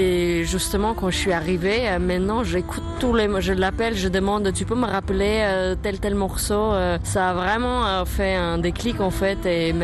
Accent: Armenia; parce que j'ai grandi en Arménie et pour moi, notamment le milieu de jazz et la musique, c'est très masculin.

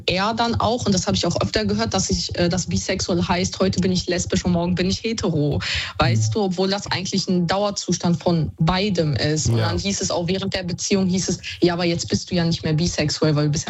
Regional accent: Düsseldorf, North Rhine-Westphalia, Germany; Ja, Düsseldorf.

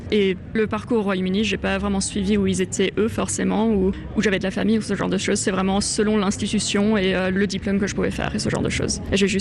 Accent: France; moved away as an adult; also born or lived in Switzerland / United Kingdom; Je suis née en Suisse et j'ai passé mes 4 premières années en Suisse, puis en France plus ou moins jusqu'au lycée. Après, je suis allée faire une grande partie de mes études supérieures au Royaume-Uni. J'ai passé à peu près les 15 dernières années au Royaume-Uni.

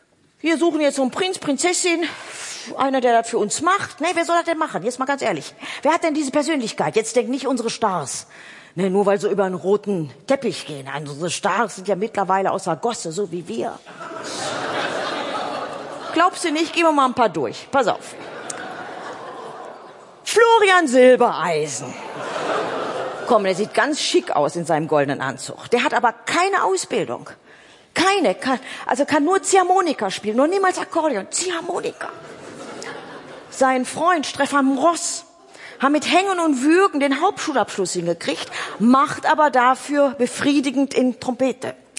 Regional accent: Oberhausen, North Rhine-Westphalia, Germany; Ich komme aus Oberhausen-Altstaaten. Wie hört sich das denn an? Ne? Der ist mitten im Ruhrpott.

